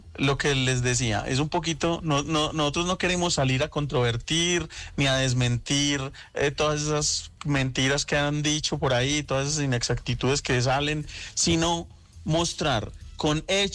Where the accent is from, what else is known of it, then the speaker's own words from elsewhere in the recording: Antioquia, Colombia; como país, como raza, como antioqueños.